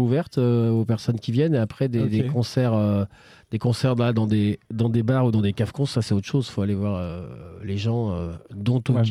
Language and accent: French; Caen, Normandy, France; Il y a quelques cafcons aussi à Caen, nous venons de Caen